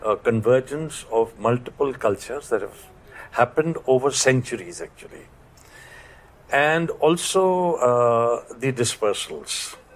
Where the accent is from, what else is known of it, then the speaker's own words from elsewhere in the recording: Delhi, India; also born or lived in Punjab; So when I was born in Punjab, I landed up in Delhi as a child, and it is a refugee colony where everyone is suspicious of everyone else.